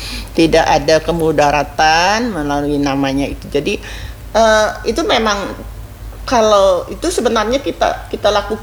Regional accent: Negara, South Kalimantan, Indonesia; now in Banjarmasin, Indonesia; di kampung saya di negara itu

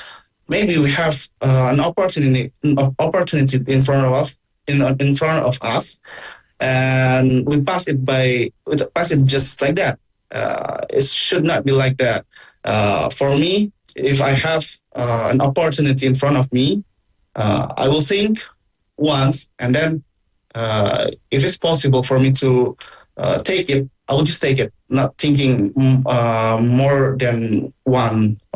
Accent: Indonesia; English is a second language; I told them that I'm from Indonesia, and they do not know about Indonesia.

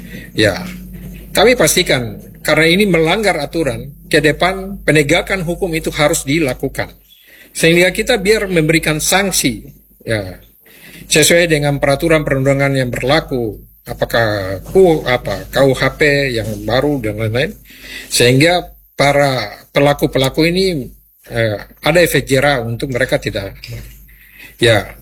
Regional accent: Biak, Papua, Indonesia; kita orang Biak

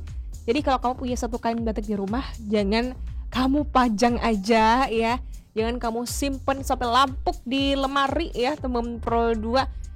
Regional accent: Bali, Indonesia; kita orang Bali

